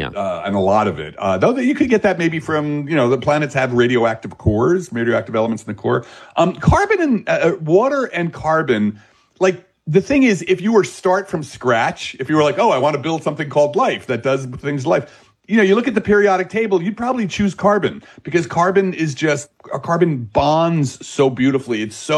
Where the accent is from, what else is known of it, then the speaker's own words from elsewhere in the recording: Newark, New Jersey, United States; First of all, go Jersey. I'm from Jersey. I'm from like the Newark area. I'm up from Belleville.